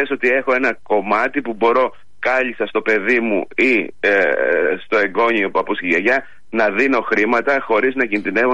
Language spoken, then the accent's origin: Greek; Greece; ως Έλληνες